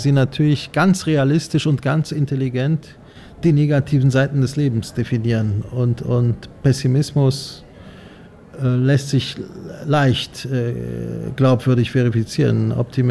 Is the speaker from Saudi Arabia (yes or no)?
no; Gdańsk, Pomeranian Voivodeship, Poland; In meiner Heimatstadt Danzig die Verständigung mit skandinavischen Ländern